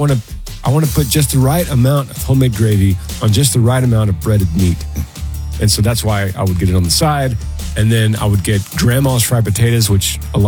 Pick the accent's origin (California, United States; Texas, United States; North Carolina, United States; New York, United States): Texas, United States; Because I'm a Texan, and I am not cultured enough.